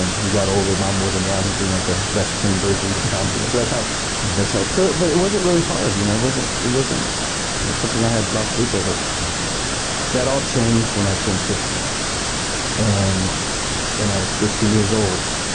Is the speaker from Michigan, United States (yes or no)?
yes; Tecumseh, Michigan, United States; born there; So I was born in Michigan in a really small town called Tecumseh, Michigan.